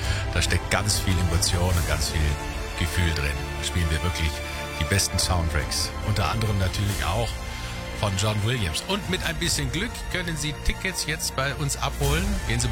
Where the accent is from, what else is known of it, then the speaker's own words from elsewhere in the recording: Munich, Bavaria, Germany; born there; Ich bin in München geboren.